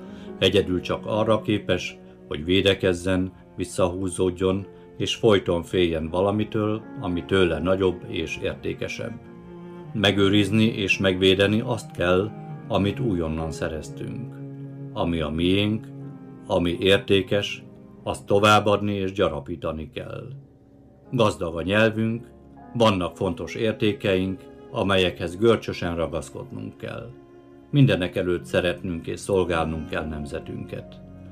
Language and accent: Hungarian; Košice Region, Slovakia; Bodrog közben szülőföldemen, amelynek lakosságát ma is 95%-ban magyarok lakják, a magyarság az isteni gondviselésnek köszönhetően 9 évtized múltán is meg tudta őrizni helyét és súlyát.